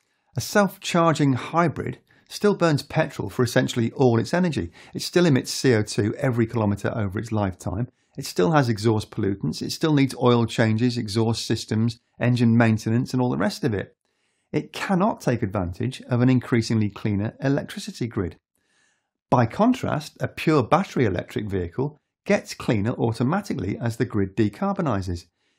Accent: United Kingdom; And I'm British, you know.

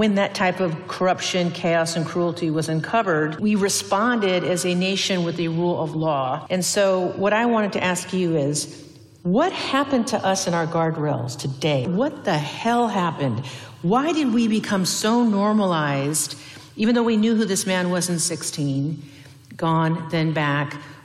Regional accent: Puyallup, Washington, United States; a role member of the Blackfeet Nation, born and raised on the Puyallup, a stepdad's Yakima.

